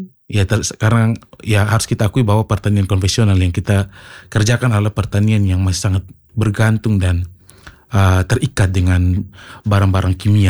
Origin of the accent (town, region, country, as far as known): East Nusa Tenggara, Indonesia